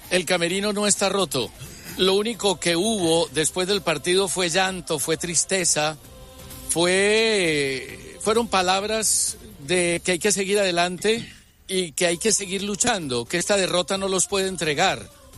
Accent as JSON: {"language": "Spanish", "country": "Colombia", "said": "mi pueblo, no entiendo a mi Colombia querida."}